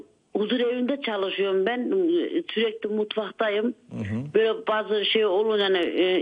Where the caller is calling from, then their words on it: Germany; Ben Almanya'dan arıyorum.